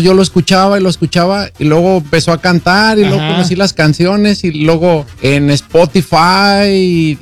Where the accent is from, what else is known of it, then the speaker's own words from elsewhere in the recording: Guadalajara, Jalisco, Mexico; Venimos de Guadalajara, Jalisco.